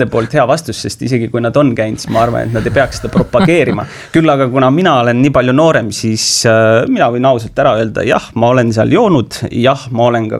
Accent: Tartu, Tartu County, Estonia; Ma olen Tartu inimene, ma olen terve elu Tartus, ma olen Tartus sündin, ma olen Tartust elanud, minu kõige pikem aeg, kui ma Tartus teemal on olnud, oli ajateenistus, kui ma olin esimeses jalaväebrigaadis.

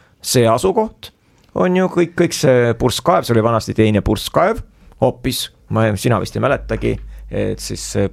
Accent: Viljandi, Viljandi County, Estonia; te olete Tartu vaim ju, et ma olen Viljandist.

